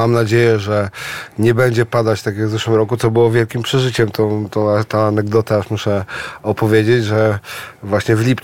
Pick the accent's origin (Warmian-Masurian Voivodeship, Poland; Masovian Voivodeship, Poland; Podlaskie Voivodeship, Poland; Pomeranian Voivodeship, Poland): Warmian-Masurian Voivodeship, Poland